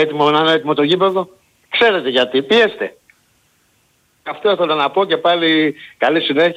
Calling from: Nea Filadelfeia, Attica, Greece; από την Ερυθρόλευκη και η Νέα Φιλαδέλφεια.

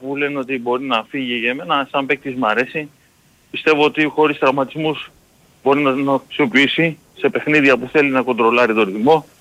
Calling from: Agioi Anargyroi, Attica, Greece; από Αγίου των Αργύρων, Παναθηναϊκός.

